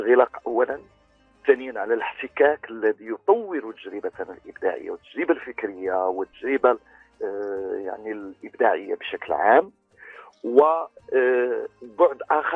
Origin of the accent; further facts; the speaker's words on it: Morocco; يجب أن نفتخر كمغاربة ككتاب وكقراء بتقليد المعرض الدولي للكتاب